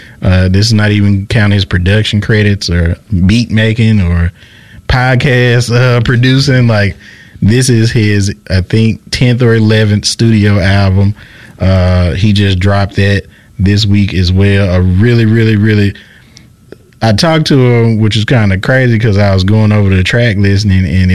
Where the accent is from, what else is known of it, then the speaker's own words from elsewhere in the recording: Greenville, Mississippi, United States; Like, I'm from Greenville. I know that's country